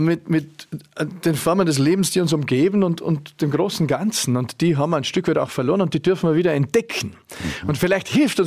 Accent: Vorarlberg, Austria; bin über viele Dinge, die ich da auch quasi aufgenommen habe in meiner Kindheit und Jugend im Klostertal, dankbar.

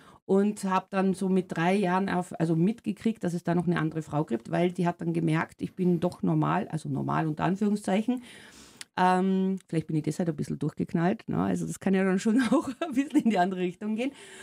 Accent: Carinthia, Austria; born there; moved away as an adult; also born or lived in Germany; Ich bin gebürtige Österreicherin, also ich hoffe, alle Österreicher sehen es mir jetzt ein bisschen nach, dass ich meinen Dialekt nicht verlernt habe. Es kommt immer so ein bisschen durch, aber ich war 27 Jahre jetzt in Deutschland

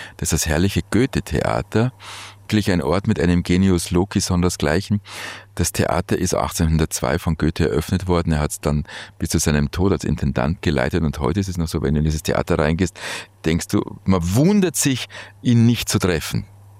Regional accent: Bavaria, Germany; Typisch bayerisch an mir ist sicherlich der Dickschädel, an dem manches Orchester schon verzweifelt ist.

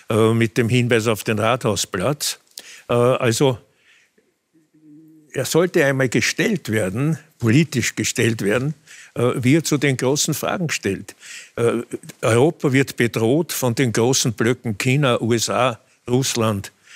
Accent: Vienna, Austria; Ich bin nicht in Hernals geboren, sondern meinem Familiennamen entsprechend in Favoriten. Und wir sind aber dann, die Familie, eben nach Hernals übersiedelt.

